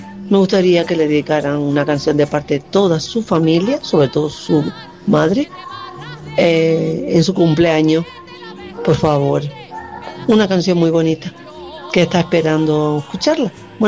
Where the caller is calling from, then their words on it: La Palma, Canary Islands, Spain; estoy llamando de La Palma.